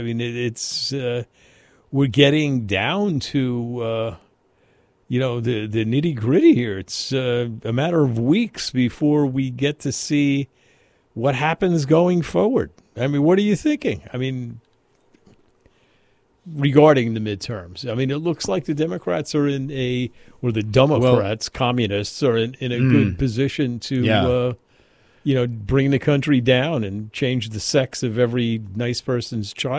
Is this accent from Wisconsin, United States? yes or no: no; Bayonne, New Jersey, United States; I'm not from Poland. I'm from Bayonne.